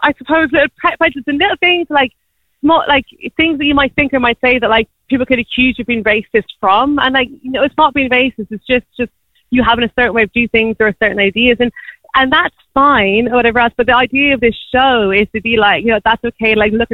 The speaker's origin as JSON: {"language": "English", "town": "Tullamore", "region": "Offaly", "country": "Ireland", "said": "So I'm from Tullamore myself, went to cigarette school, and I'm an actuary by trade."}